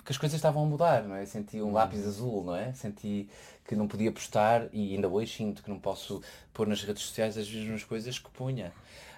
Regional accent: Portugal; moved away; eu quando digo que sou de Portugal

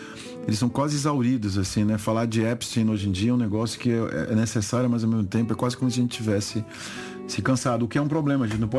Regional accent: Brazil; Acho que como brasileiro a gente tem uma coisa, a gente é meio otimista patológico, né?

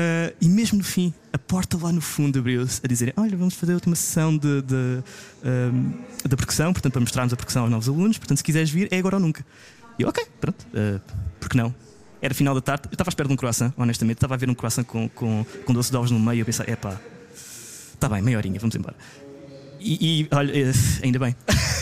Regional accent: Alcobaça, Leiria, Portugal; Sabe, eu venho de Alcobaça e desde muito cedo eu soube que queria ir para a música

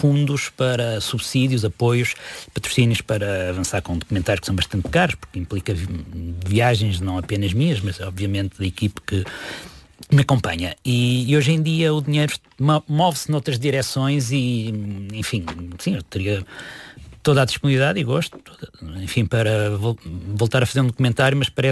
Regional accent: Figueira da Foz, Coimbra, Portugal; sou da Figueira da Foz, portanto estamos quase vizinhos

